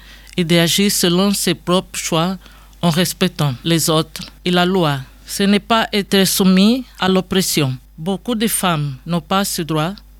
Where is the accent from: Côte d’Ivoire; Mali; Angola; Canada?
Angola; French is a second language; now in Rennes, France; je viens d'Angola.